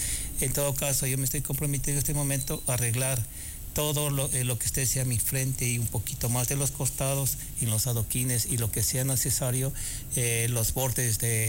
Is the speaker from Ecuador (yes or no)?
yes; Baños, Ecuador; moved away